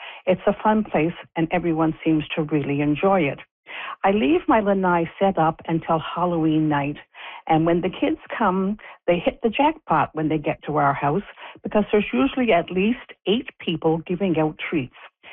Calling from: New Glasgow, Nova Scotia, Canada; I'm calling from New Glasgow, Nova Scotia.

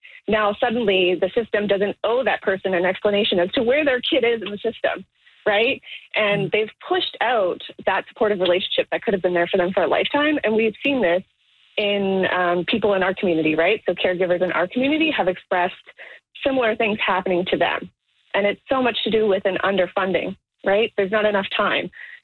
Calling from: Toronto, Ontario, Canada

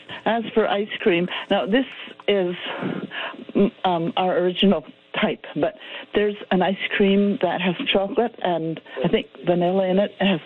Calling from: Alberta, Canada; the edge of Buck Lake, about an hour west of Otasquan.

